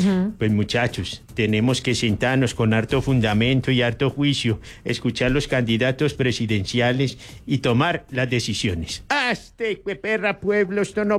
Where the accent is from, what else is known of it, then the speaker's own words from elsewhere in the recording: Colombia; Todos somos colombianos